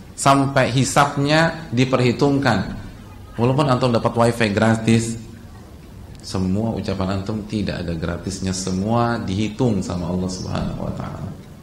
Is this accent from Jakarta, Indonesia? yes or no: yes; Jakarta, Indonesia; apalagi kita orang Jakarta, itu kuantitas waktu ketemu istri itu hanya beberapa jam